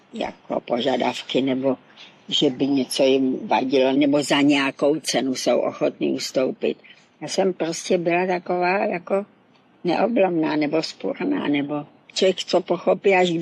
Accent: Moravia, Czechia; now in Prague, Czechia; A ještě k tomu v cizí, byla jsem z Moravy, nebyla jsem odsud, jako tu Prahu jsem vůbec neznala.

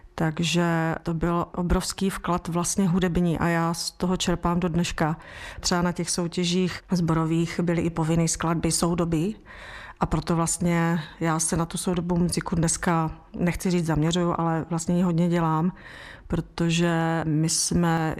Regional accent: Karviná, Moravian-Silesian Region, Czechia; já jsem z Hornického kraje, z Karviné

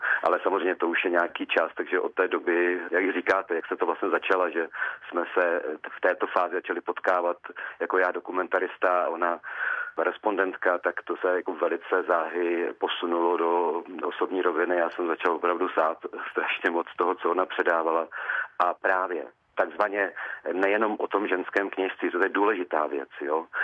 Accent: Brno, South Moravian Region, Czechia; jsem rodilý Brňák

